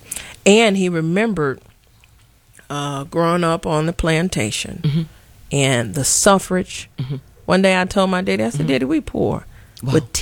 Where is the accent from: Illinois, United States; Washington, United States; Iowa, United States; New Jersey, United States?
Illinois, United States; Chicago; growing up Chicago.